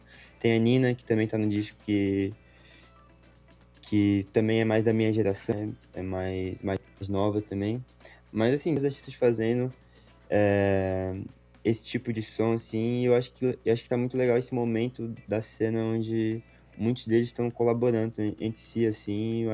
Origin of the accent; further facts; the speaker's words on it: Florianópolis, Santa Catarina, Brazil; now in São José, Brazil; E já faz um tempo que eu vim pra cá, assim. Mas eu cresci e fui criado lá no Estreito, né? Uhum. Floripa